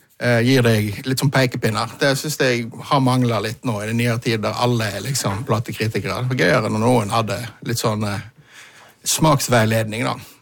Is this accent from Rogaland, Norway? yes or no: yes; Haugesund, Rogaland, Norway; now in Bergen, Norway; Det var første jobben jeg hadde etter jeg flyttet fra Haugesund til Bergen, begynte å studere.